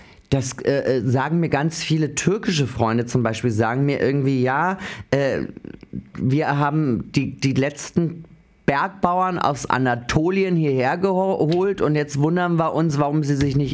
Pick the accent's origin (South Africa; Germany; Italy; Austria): Austria; die können besser Deutsch als ich, als Österreicherin